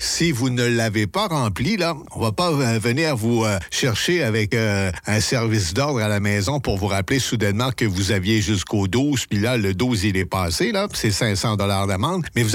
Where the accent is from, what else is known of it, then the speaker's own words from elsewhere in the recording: Quebec, Canada; born there; moved away; Parce que je viens du Québec